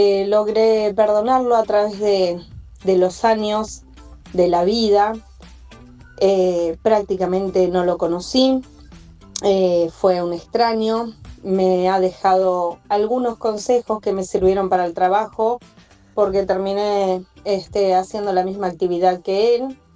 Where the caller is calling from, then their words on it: Berisso, Buenos Aires Province, Argentina; soy … de Berisso.